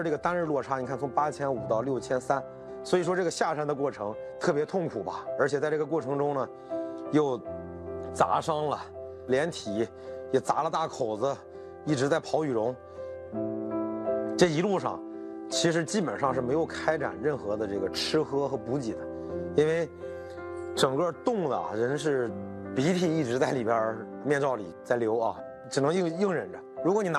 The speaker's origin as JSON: {"language": "Chinese", "town": "Shijiazhuang", "region": "Hebei", "country": "China", "tie": "born or raised there", "said": "想到我的家乡啊，石家庄，"}